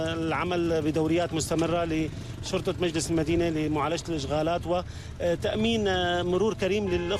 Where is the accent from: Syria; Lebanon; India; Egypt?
Syria; نحن سوريين